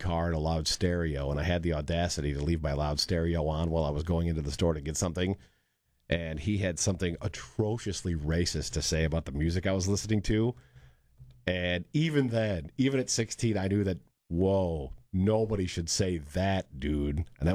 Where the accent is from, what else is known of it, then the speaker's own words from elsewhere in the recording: Michigan, United States; Growing up in Michigan, every can is 10 cents